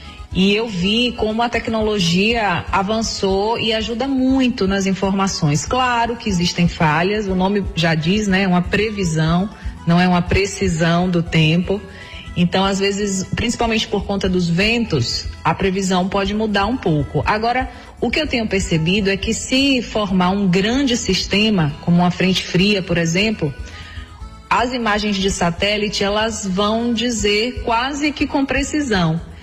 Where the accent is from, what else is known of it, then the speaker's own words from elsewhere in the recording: Salvador, Bahia, Brazil; Eu me formei em Juazeiro da Bahia, mas eu sou de Salvador.